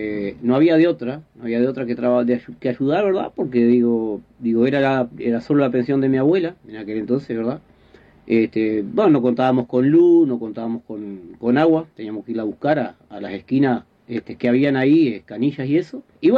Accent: Vergara, Treinta y Tres, Uruguay; born there; yo nací en Vergara, departamento 33 acá, ¿verdad? Nací en casa, vamos a decir, no nací en el hospital, nací en casa

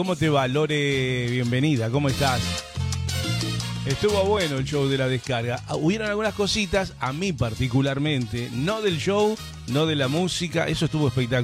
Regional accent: Uruguay; Estamos en Uruguay, chicos, somos uruguayos.

